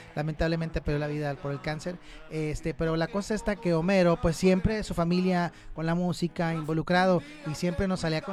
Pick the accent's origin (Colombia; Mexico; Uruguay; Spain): Mexico; Monterrey, Nuevo León; los que somos regios